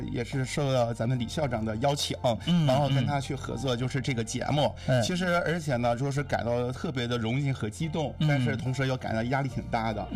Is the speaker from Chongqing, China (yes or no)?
no; Dalian, Liaoning, China; 因为我作为身为大连人啊